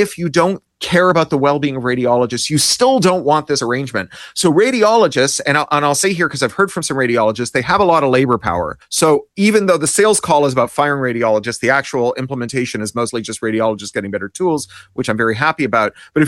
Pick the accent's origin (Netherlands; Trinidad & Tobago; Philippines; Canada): Canada; born or raised there; now in United States